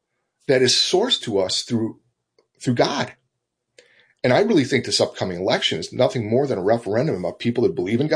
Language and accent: English; the South, United States; I thought, in my lifetime, I grew up was born in the Jim Crow South.